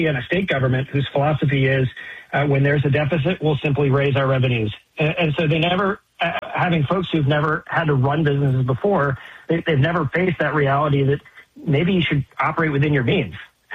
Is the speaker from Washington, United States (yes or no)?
yes; Tacoma, Washington, United States; now in Seattle, United States; You know, I grew up in Tacoma. I remember being in middle school and I had to do a report on the startup community in Seattle.